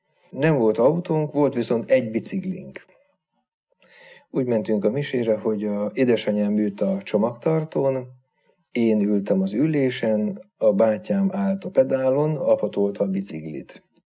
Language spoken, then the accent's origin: Hungarian; Vác, Pest, Hungary; born there; a Vácon a Kőkapu általános iskolába jártam.